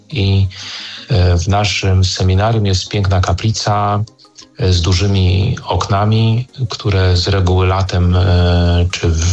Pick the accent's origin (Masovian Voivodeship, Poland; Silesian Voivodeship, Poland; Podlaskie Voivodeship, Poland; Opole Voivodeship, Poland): Masovian Voivodeship, Poland; Płock; To była Płocka Katedra, bo pochodzę z Płocka i pracuję obecnie w Płocku.